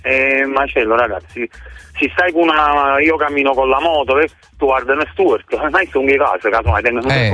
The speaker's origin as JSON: {"language": "Italian", "town": "Naples", "region": "Campania", "country": "Italy", "said": "perché io sono proprio del posto, io sono di San Gregorio Armeno."}